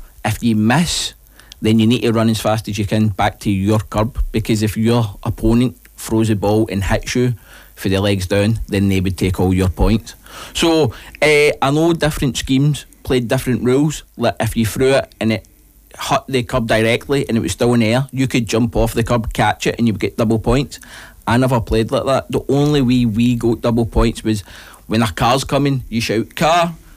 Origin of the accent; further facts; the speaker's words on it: Glasgow, Scotland, United Kingdom; I'm from Govan myself.